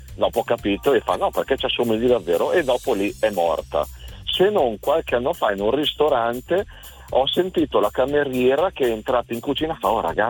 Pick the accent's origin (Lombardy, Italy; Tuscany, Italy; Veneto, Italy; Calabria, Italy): Lombardy, Italy; Di Mantova. Mantova provincia, sì, un paesino.